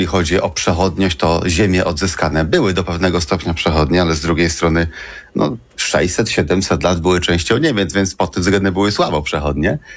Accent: Poznań, Greater Poland Voivodeship, Poland; also born or lived in Szczecin; ja jestem z Poznania i przyzwyczajony jestem do tego, że teren jest płaski, porośnięty zbożem i że jest gęsto zaludniony, bo tak mniej więcej wygląda Wielkopolska.

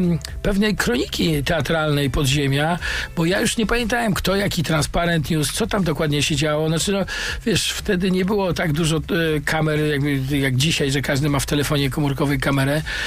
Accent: Gdańsk, Pomeranian Voivodeship, Poland; moved away as an adult; also born or lived in Łódź; pochodzę z Gdańska i urodziłem się nad morzem, a mój ojciec był marynarzem

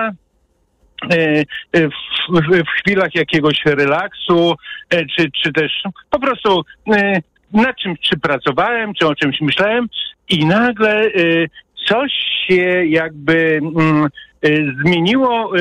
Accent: Hajnówka, Podlaskie Voivodeship, Poland; ja się wychowałem w Hajnówce, mała miejscowość przy białoruskiej granicy, w pobliżu Puszczy Białowieskiej, w warunkach takich dosyć spartańskich, wychodek na zewnątrz

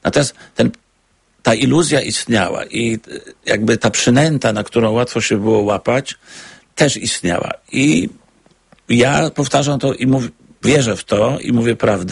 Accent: Wrocław, Lower Silesian Voivodeship, Poland; bo i pan i ja jesteśmy z Wrocławia.

